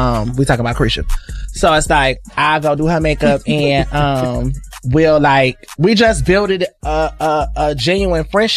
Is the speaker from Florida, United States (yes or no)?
yes; Florida, United States; it reminded me of growing up in Florida though